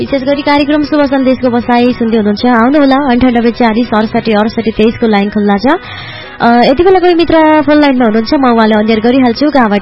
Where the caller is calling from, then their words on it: Dharmadevi, Koshi Province, Nepal; हजुर, धर्मदेवी नगरपालिका 4 मामलिङबाट … बोल्दै हुनुहुन्छ।